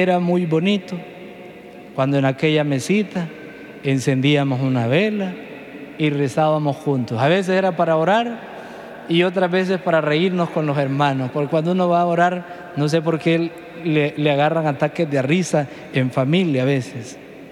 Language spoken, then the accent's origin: Spanish; Agua Caliente de Linaca, Choluteca, Honduras; now in Tegucigalpa, Honduras; Primero mis hermanos mayores en mi pueblo, Agua Caliente de Linaca, Choluteca. El estudio solo llegaba hasta el 7º grado.